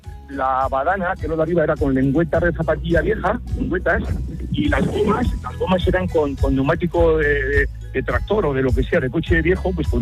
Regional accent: Villamayor de Monjardín, Navarre, Spain; born there; en la fiesta de mi pueblo, de Villamayor de Mojardín, que es un pueblo chiquitismo

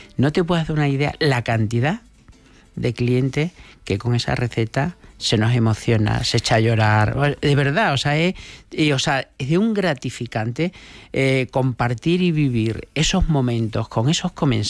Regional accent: Extremadura, Spain; nos permite hablar del territorio, de cómo somos los extremeños, cómo comemos, esas recetas tan enraizadas como nuestra sopa de tomate

